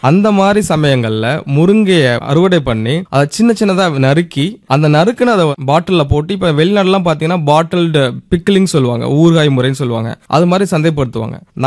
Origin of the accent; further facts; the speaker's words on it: Vedasandur, Tamil Nadu, India; திண்டுக்கல் மாவட்டம் வேடசந்தூர்லேருந்து வந்தேன். என்னோட சின்ன வயசில் என்னோட தோட்டத்தில் நான் பார்த்த அனுபவத்தினால தான்